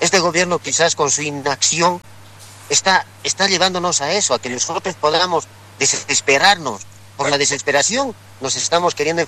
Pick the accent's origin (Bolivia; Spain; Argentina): Bolivia; Nosotros también somos bolivianos.